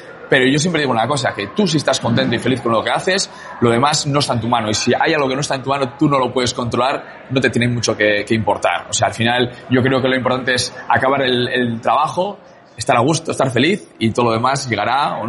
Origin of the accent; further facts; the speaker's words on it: Basque Country, Spain; Yo como vasco, al final, pues sé de lo que hablo, que vengo de un país pequeñito también